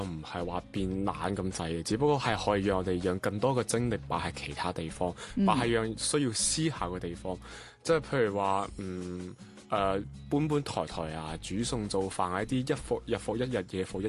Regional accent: Macau; 啊，各位，

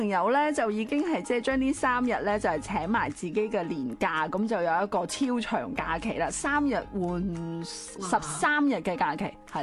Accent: Guangdong, China; 因为我们广府人都是，即是中秋肯定要跟家人吃饭的嘛

